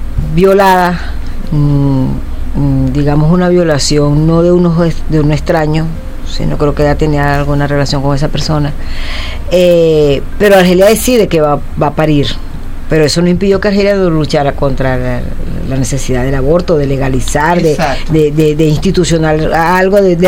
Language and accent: Spanish; Curiepe, Miranda, Venezuela; cuando yo era una niña, como les decía, yo estaba jugando la aérea … todas esas cosas que jugaban … todo eso que jugábamos en las calles de mi pueblo en Curiepe.